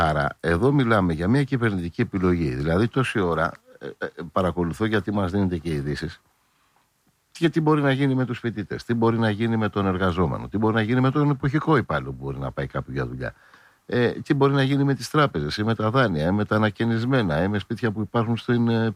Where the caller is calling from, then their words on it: Greece; εγώ ως Έλληνας πολίτης